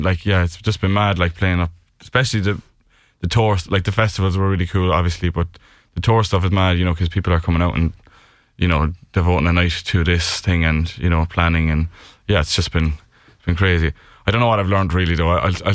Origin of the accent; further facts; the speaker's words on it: Cork, Munster, Ireland; born there; So yeah, I was born on the Shannon Bridge there over by Pope's Quay.